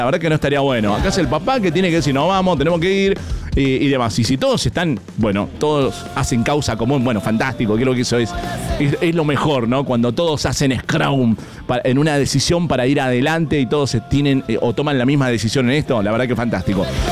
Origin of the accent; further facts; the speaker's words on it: Mendoza, Argentina; como mendocinos sabemos lo importante que son las nevadas, ¿no? Para nuestra provincia